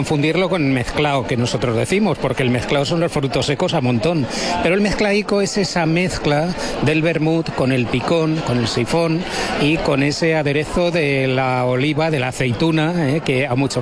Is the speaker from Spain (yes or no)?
yes; Elda, Valencian Community, Spain